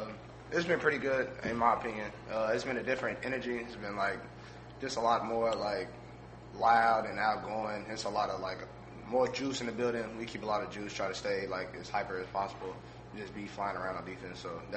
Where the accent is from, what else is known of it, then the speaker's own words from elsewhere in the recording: Louisville, Kentucky, United States; Knowing we got a chance to do something really special here in Louisville, and knowing that's my hometown, and I get to be a part of that, that means a lot.